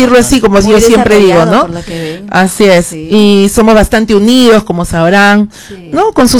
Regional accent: Villa El Salvador, Lima, Peru; nosotras somos de Villa El Salvador y la radio también pertenece a Villa. Estamos muy orgullosos de nuestro pueblo

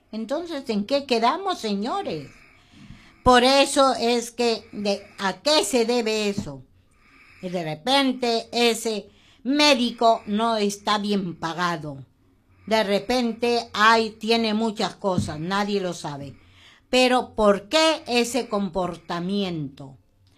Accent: Peru; Feliz Día de la Bandera como peruano.

